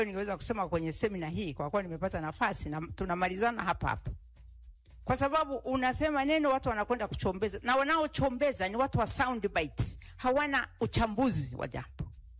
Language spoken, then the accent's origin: Swahili; Tanzania; mimi ni Mtanzania halisi